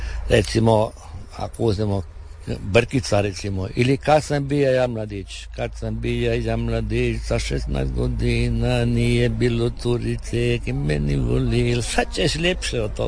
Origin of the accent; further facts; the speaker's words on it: Brtonigla, Istria County, Croatia; now in Slovenia; ja sam iz Brtonigle. Svi su nekako, većina smo iz Istre